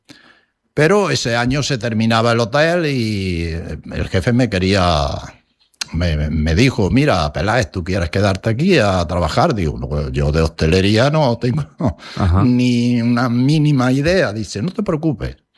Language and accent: Spanish; Andalusia, Spain; now in Lanzarote, Spain; A ver, soy de Córdoba, pero no de la capital. Uh-huh. Soy de la Sierra de Córdoba, de un sitio en un paraje totalmente natural y bastante abrupto